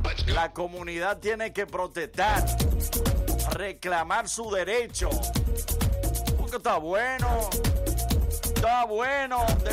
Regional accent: Pananao, Dominican Republic; Quiero aprovechar para saludar a la gente de Pananao.

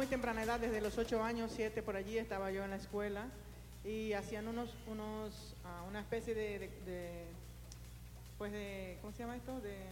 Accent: Duvergé, Independencia, Dominican Republic; now in New York, United States; Pues yo soy dominicana, neta, gracias a Dios, pero de un pueblo muy profundo del sur, se llama Duvergé.

